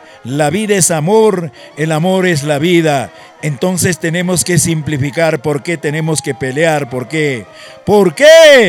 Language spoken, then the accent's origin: Spanish; Peru; somos compatriotas peruanas.